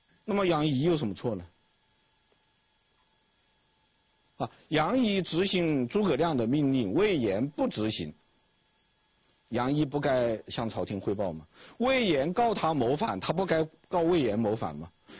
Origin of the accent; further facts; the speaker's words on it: China; 因为我们中国人喜欢，